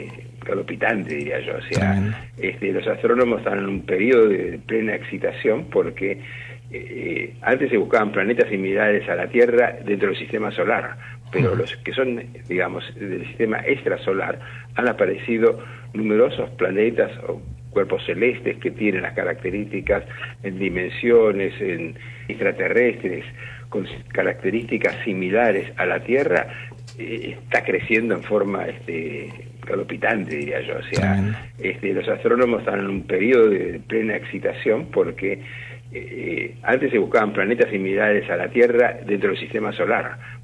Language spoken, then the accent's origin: Spanish; Argentina